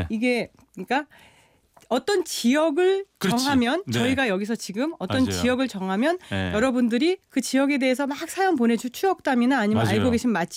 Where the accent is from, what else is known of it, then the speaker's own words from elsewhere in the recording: Tongyeong, South Gyeongsang, South Korea; born there; 제가 태어난 통영, 제가 태어난 곳이에요.